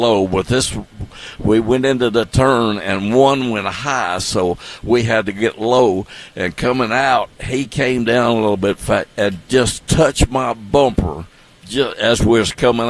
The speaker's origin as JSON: {"language": "English", "town": "Nashville", "region": "Tennessee", "country": "United States", "tie": "born or raised there", "said": "I grew up in West Nashville."}